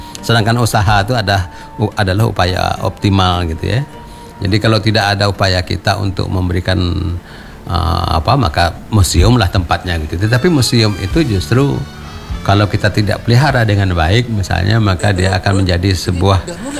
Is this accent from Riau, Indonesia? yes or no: yes; Riau, Indonesia; saya orang Riau